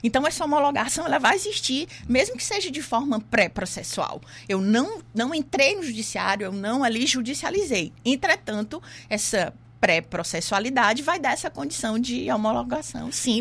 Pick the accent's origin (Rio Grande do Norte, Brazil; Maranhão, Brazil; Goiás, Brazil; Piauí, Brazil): Piauí, Brazil; moved away as an adult; now in Maceió, Brazil; Eu sou do Piauí, né, então vim para cá, para Alagoas, em Maceió, me acolheu muito bem.